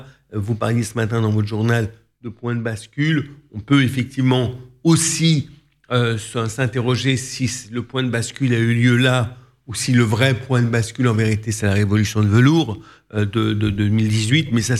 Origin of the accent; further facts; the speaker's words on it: France; moi, en tant que Français d'origine arménienne